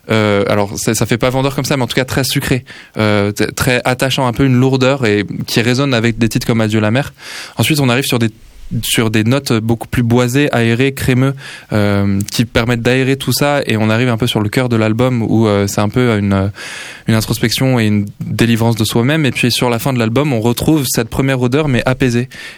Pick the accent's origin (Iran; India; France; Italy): France; Île-de-France; now in Toulouse, France; moi je viens pas de Toulouse à la base, je viens du 93